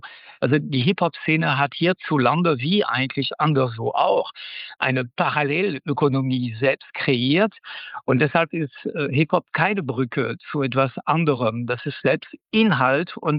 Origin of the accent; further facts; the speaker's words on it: France; now in Germany; als Franzose